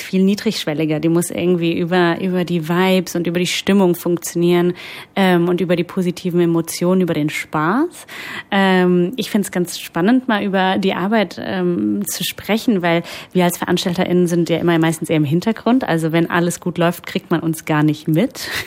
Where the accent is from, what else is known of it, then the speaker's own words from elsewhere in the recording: Italy; Ich bin auch Italienerin